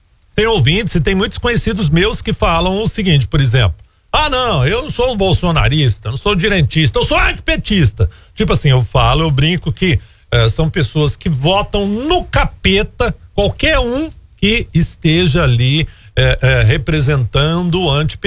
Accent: Goiânia, Goiás, Brazil; born there; a gente é goiano com muito orgulho de ser goiano, a gente ama ter nascido nessa cidade, nesse estado, a gente ama essa cidade

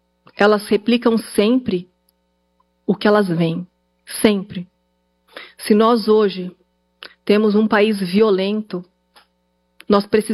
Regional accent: Diadema, São Paulo, Brazil; eu cresci em Diadema, né, e eu falo a periferia de São Paulo, região sul, mas a periferia de São Paulo.

